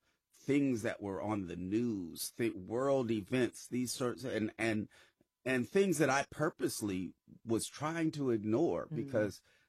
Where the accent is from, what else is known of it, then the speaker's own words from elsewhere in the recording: California, United States; obviously I come from the Bay Area, so I'm going to shoot shots on that behalf.